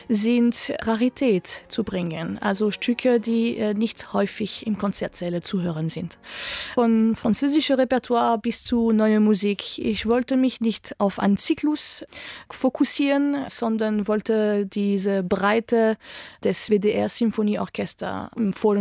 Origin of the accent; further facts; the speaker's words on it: Chartres, Centre-Val de Loire, France; Ich bin in Chartres, in der Nähe von Paris, aufgewachsen und habe sehr, sehr viel Zeit in dieser schönen Kathedrale verbracht.